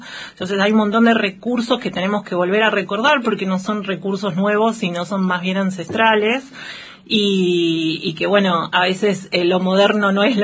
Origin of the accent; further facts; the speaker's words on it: Argentina; nosotros como argentinos tenemos la ley de parto respetado